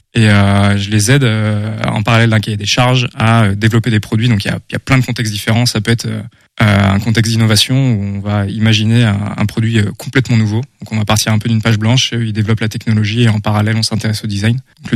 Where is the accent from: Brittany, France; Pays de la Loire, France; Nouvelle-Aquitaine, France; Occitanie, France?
Pays de la Loire, France; Nantes; moved away as an adult; also born or lived in Copenhagen; now in Angers, France; Je viens de Nantes à la base, c'est là où j'ai étudié